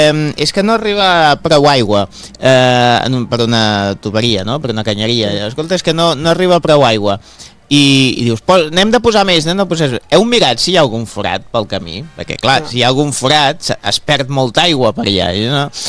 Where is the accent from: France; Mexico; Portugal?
Portugal; Madeira; now in Spain; Mira, jo vinc de Madeira, que és una illa, i està foradada per tot arreu per construir túnels.